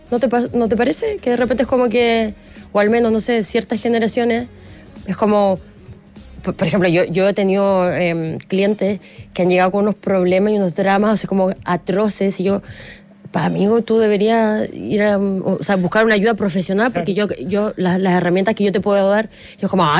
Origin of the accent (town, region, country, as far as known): Chile; moved away as an adult; also born or lived in Australia